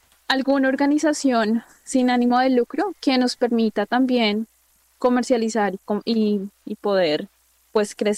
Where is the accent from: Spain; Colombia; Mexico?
Colombia; que como colombianos a veces nos cuesta mirar esta parte, ¿sí?